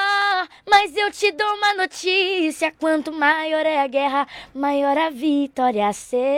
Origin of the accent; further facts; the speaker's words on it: Rio das Ostras, Rio de Janeiro, Brazil; É lá da minha cidade, Rio das Ostras.